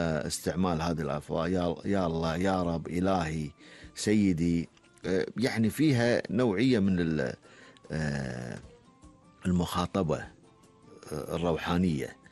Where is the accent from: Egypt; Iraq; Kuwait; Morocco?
Kuwait; إحنا عندنا في الكويت